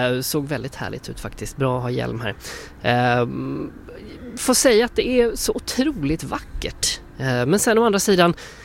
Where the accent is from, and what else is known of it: Sweden